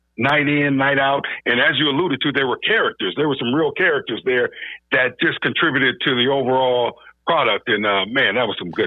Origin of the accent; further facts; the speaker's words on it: Michigan, United States; moved away as an adult; growing up in Michigan